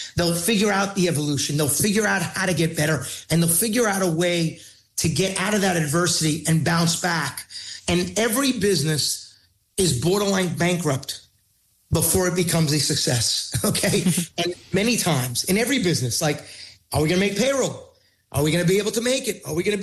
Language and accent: English; Queens, New York, United States; That's why I always say … from Queens, right?